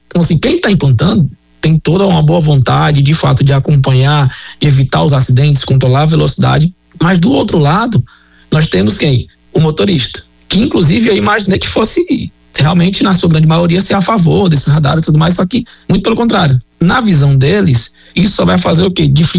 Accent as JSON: {"language": "Portuguese", "town": "Fortaleza", "region": "Ceará", "country": "Brazil", "tie": "born or raised there", "said": "eu sou natural de Fortaleza, tá? Mas viajo muito a São Paulo"}